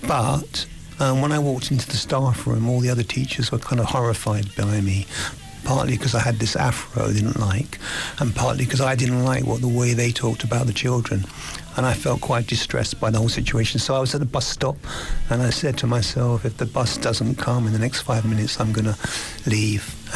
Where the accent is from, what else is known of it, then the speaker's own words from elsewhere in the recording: London, United Kingdom; had my musical education growing up in London